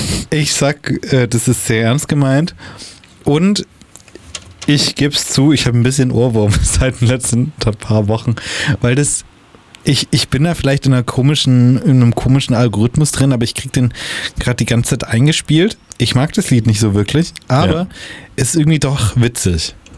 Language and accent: German; Germany; natürlich als stolzer Deutscher